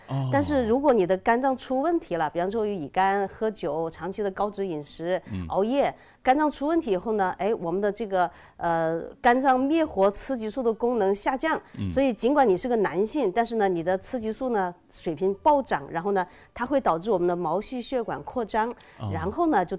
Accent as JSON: {"language": "Chinese", "region": "Hunan", "country": "China", "said": "我们湖南人"}